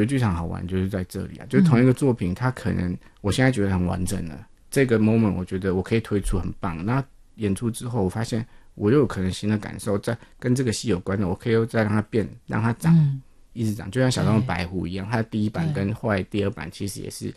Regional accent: Taiwan; accent: Taiwanese Hokkien; first language Taiwanese Hokkien; Chinese is a second language; 我都比较强调用我的母语，就是台语做创作

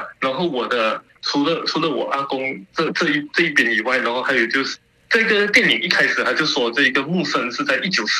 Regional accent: Malaysia; accent: Malaysian; 我用我们马来西亚的口音

